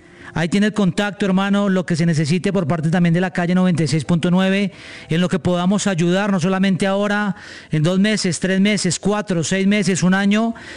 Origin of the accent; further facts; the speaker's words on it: Colombia; Nos duele en el alma como colombianos